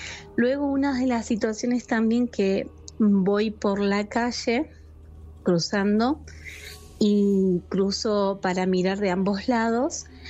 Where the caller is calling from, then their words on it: Río Negro, Argentina; De Río Negro.